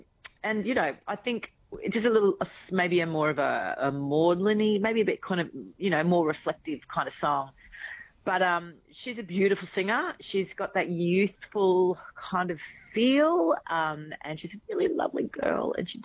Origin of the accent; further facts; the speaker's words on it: Cairns, Queensland, Australia; My hometown in Cairns, Far North Queensland.